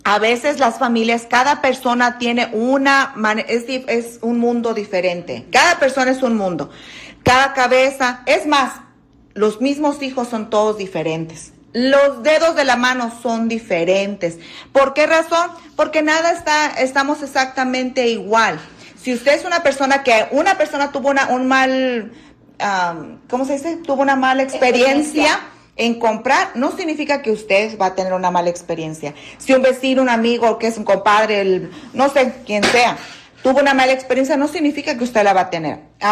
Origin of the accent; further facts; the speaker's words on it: Michoacán, Mexico; No, soy de Michoacán.